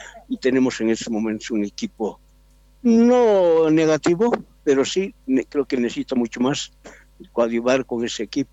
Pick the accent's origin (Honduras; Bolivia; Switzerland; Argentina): Bolivia